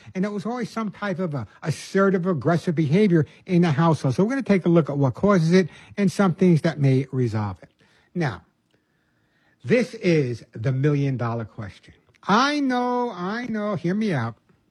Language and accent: English; Long Island, New York, United States; now in Arizona, United States; I'm from Long Island.